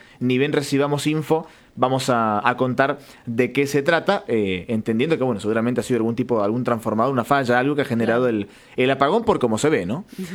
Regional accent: Argentina; porque nosotros, incluso por eso digo nosotros como argentinos, tenemos lo que yo veo por ahí un defecto.

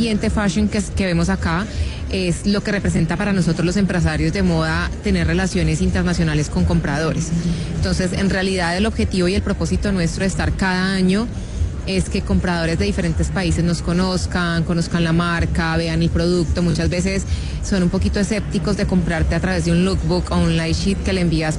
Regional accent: Cali, Valle del Cauca, Colombia; somos de Cali y me encantaba Bogotá, y dije, lo visualicé, estuve en Bogotá feliz 6 años

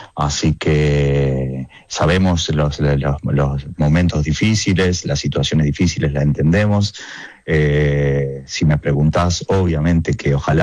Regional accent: Argentina; nosotros la verdad que estamos acostumbrados como argentinos en todo a arreglarnos con lo que hay

